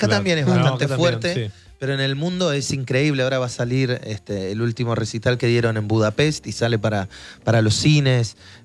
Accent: Argentina; Siendo argentino y en la Argentina hago todos los shows que salgan.

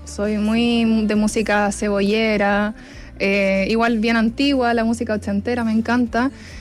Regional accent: Puerto Montt, Los Lagos, Chile; also born or lived in Temuco; yo nací en Temuco, pero a los 4 años me fui a vivir a Puerto Montt y ya han sido 23 años allá.

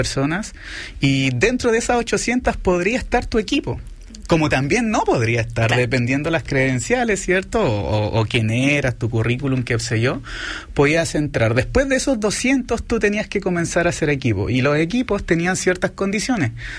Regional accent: Valdivia, Los Ríos, Chile; Quería que sepan que en el sur de Chile, no lo dije, pero soy del sur, soy de Valdivia

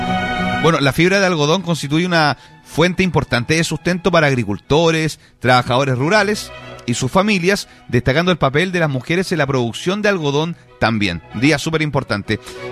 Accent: Mexico; En el coche, ah, me salió como claro, estadounidense. Como mexicano. Voy al coche.

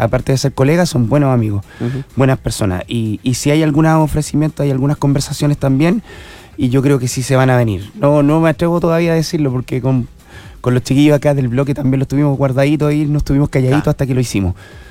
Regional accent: Antofagasta, Chile; Yo soy de Antofagasta, del norte. Vengo siempre a Santiago.

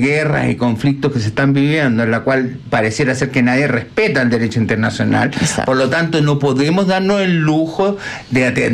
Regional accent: Chile

